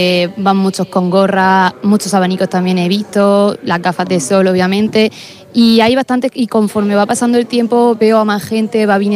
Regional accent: Cieza, Region of Murcia, Spain; que soy de Cieza, lo sabéis, ayer hizo mucho calor en Cieza

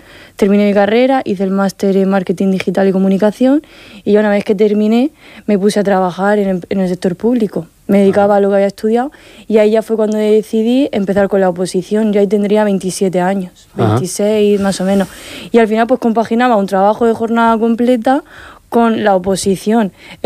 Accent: Abanilla, Region of Murcia, Spain; yo es que soy de un pueblo de Macispenda, que es una pedanía de Abanilla.

